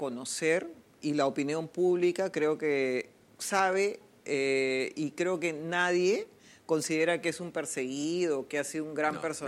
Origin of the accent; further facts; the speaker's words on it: Marcona, Ica, Peru; No, yo soy, en realidad yo soy de Nazca, pero de Marcona, ¿no? Yeah. Que es un distrito de la provincia de Nazca.